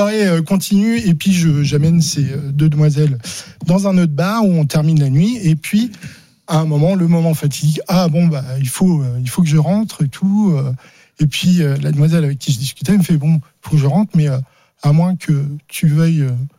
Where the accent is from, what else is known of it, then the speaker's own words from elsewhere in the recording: Charleville-Mézières, Grand Est, France; Non, parce que je suis originaire de Charleville-Mézières.